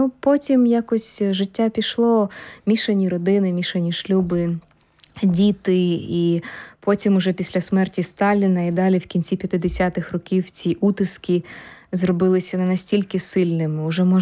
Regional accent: Kyiv, Ukraine; а я ж з Києва сама, знаєш, я пам'ятаю ще школяркою, як відновлювали Успенський собор.

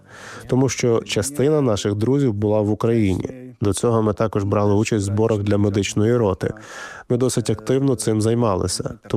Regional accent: Poland; Ukrainian is a second language; Я поляк, я маю польські обов'язки.

